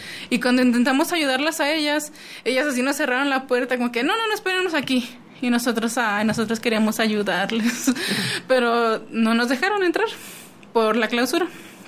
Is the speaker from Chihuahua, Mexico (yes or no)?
yes; Ciudad Juárez, Chihuahua, Mexico; Sí, yo soy de aquí de Juárez.